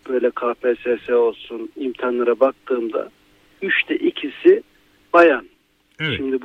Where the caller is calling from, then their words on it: Izmir, İzmir, Turkey; İzmir'den katılıyorum.